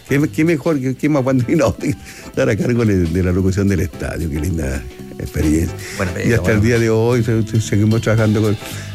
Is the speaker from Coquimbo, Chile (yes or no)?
no; Valparaíso, Chile; born there; A mí, sí, ¿por qué soy wanderino? Nací en Valparaíso.